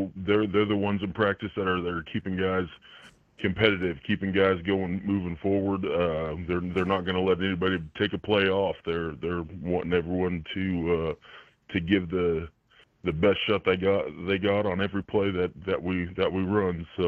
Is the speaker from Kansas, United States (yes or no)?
yes; Meade, Kansas, United States; I grew up in Meade, Kansas. I graduated from Meade. I guess born and raised in Meade